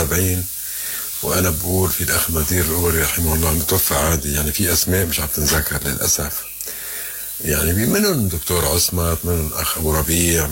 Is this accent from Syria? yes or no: no; Lebanon; ممنوعة كلبنانيين. فلسطين عم يدعموا الله يجزيهم الخير، بس لبنانيين لا